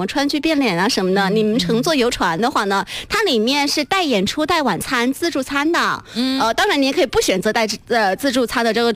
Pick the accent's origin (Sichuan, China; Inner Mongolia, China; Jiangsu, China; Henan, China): Sichuan, China; Nanchong; 作为南充人